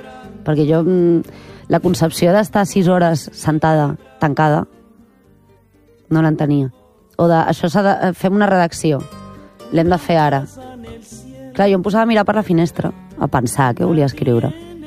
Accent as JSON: {"language": "Catalan", "town": "Barcelona", "region": "Catalonia", "country": "Spain", "tie": "born or raised there", "said": "agafo carrer Parlament, que passo per la casa de la meva infància"}